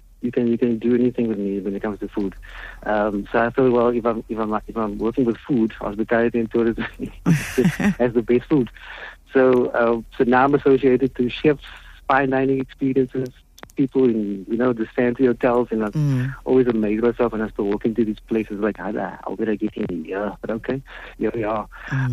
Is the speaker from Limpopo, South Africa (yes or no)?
no; Athlone, Western Cape, South Africa; I'm from Athlone, from Thornton Road, went to Sunnyside Primary. So that is where I grew up. I'm 51 years old, so I understand the dynamics on that area.